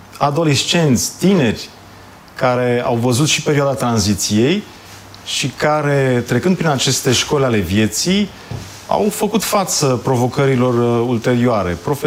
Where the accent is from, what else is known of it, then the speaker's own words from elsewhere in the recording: Bucharest, Romania; Născut și crescut în București, copil de asfalt 100%, prima parte a copilăriei în Rahova, a doua parte a copilăriei, adolescența, în celebrul cartier Sălăjan. Deci mă consider un bucureștean jet